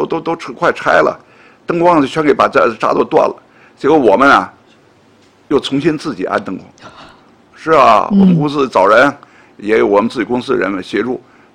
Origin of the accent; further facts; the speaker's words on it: Beijing, China; 我是从胡同长大的，从小，